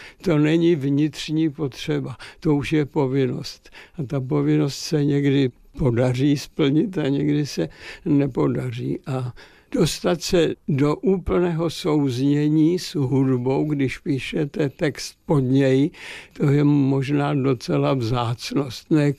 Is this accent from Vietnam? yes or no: no; Opočno, Hradec Králové Region, Czechia; also born or lived in Pohoří; v Pohoří, ale v Opočně jsem od věku 6 neděl. Takže jsem vyrostl v Opočně a považuji se za Opočeňáka, i když rodák jsem jinde.